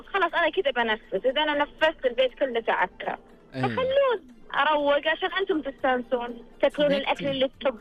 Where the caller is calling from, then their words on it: Al-Qassim, Saudi Arabia; من القصيم.